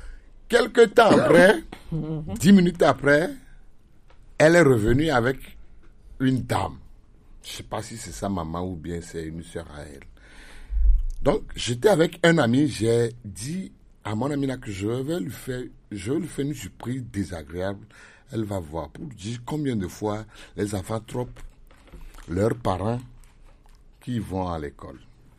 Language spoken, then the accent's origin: French; Togo; je suis togolais